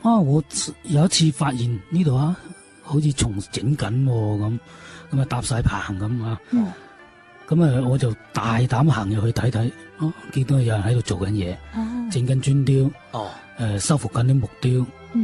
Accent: Shawan, Guangdong, China; 因为我生于番禺沙湾，沙湾古镇，我自细接触嘅好多建筑都系旧建筑

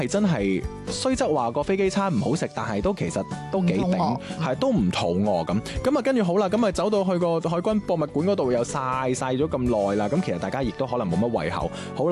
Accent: Guangdong, China; 咁就你知我哋廣東人㗎啦，我哋食海鮮咧就係、是、我要最簡單嘅嗰個做法啊

